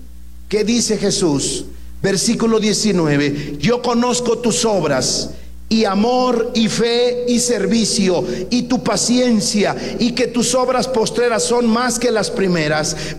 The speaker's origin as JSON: {"language": "Spanish", "country": "Mexico", "said": "a nosotros como mexicanos"}